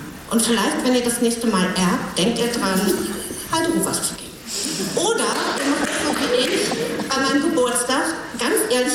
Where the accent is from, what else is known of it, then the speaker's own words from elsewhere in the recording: Buchholz in der Nordheide, Lower Saxony, Germany; ich bin in Buchholz groß geworden.